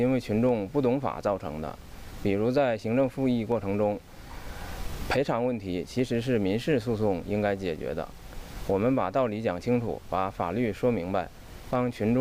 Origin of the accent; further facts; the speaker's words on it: Changli, Hebei, China; 爱我昌黎不光因为这是我的家乡